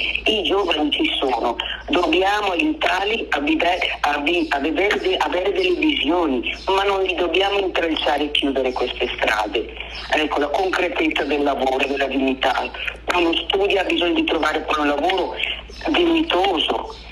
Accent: Veneto, Italy; born there; sono vicentina, di vicino, ecco.

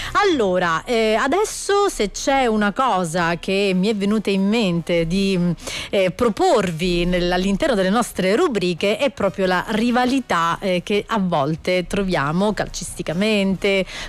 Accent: Sicily, Italy; essendo siciliana

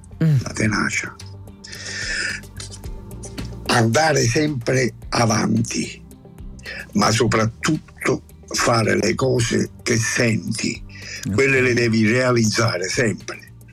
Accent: Naples, Campania, Italy; accent: Neapolitan; Quando io penso qualcosa, io penso in napoletano. Sempre. E per non perdere l'accento, mi metto davanti allo specchio e parlo in dialetto.

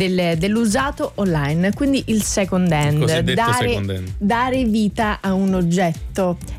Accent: Catania, Sicily, Italy; sono catanese

